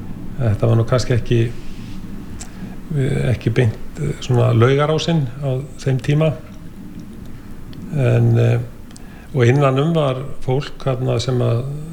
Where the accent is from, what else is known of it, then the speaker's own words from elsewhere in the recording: Reykjavík, Capital Region, Iceland; ég ólst upp á Skúlagötunni, Skúlagötu 62, nánar tiltekið